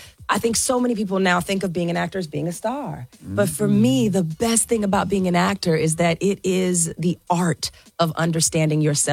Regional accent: Kansas City, United States; moved away; people who I grew up with in Kansas City

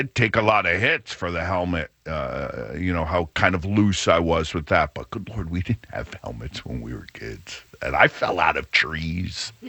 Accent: Morris Cove, Connecticut, United States; I grew up in Morris Cove. We had sidewalks.

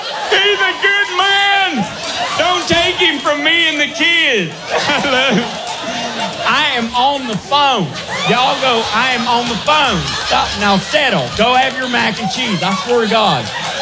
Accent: Kentucky, United States; Why don't you believe I'm from Kentucky? They go, well, you don't have an accent. Like, I lost my accent.

